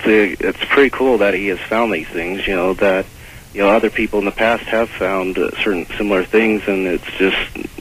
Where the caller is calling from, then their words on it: Clinton, Utah, United States; from Clinton.